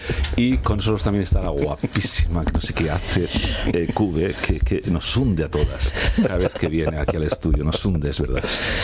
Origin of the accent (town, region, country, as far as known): Region of Murcia, Spain